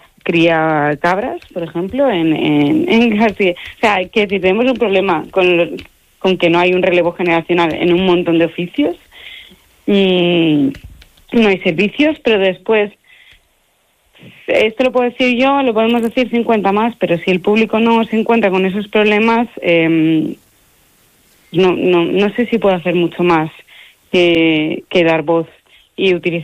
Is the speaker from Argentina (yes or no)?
no; Spain; now in Madrid, Spain; es que realmente mi pueblo es Martí Agosta, realmente alejado de España en general, está al lado de Portugal, en la raya, por esa zona